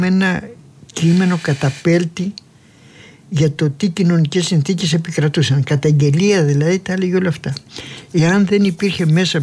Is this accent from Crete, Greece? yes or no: yes; Chania, Crete, Greece